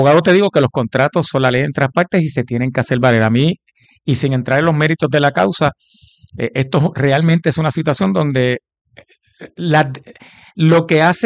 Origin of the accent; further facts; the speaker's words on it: Puerto Rico; es de todos nosotros como puertorriqueños